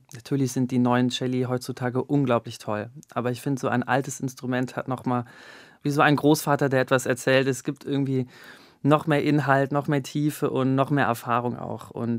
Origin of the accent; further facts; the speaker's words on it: Singapore; Genau, ich bin in Singapur aufgewachsen, habe da auch 6 Jahre gelebt und die Zeit in der Grundschule. Die Grundschule war im Dschungel eigentlich gelegen.